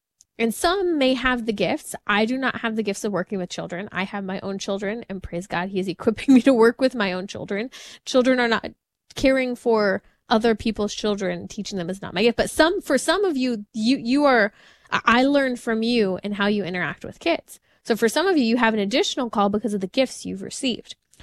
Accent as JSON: {"language": "English", "country": "United States", "said": "being an American"}